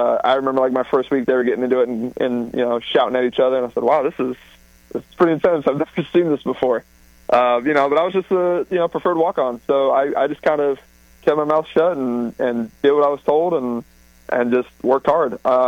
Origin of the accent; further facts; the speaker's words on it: Delray Beach, Florida, United States; that's, 2.5-3 hours away from where I grew up in Delray Beach.